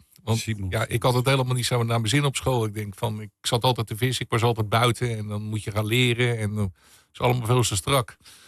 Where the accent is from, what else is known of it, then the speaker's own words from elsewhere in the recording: Nootdorp, South Holland, Netherlands; Ik ben opgegroeid in een klein dorpje. Nooddorp.